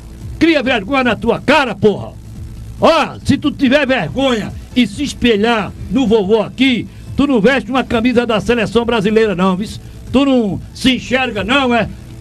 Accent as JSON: {"language": "Portuguese", "town": "Altinho", "region": "Pernambuco", "country": "Brazil", "tie": "born or raised there", "moved": "yes", "lives_now": "Caruaru, Brazil", "said": "Eu nasci no sítio Cantinho, lá no pé da serra. Eu me criei em Altinho, sou radicado em Caruaru."}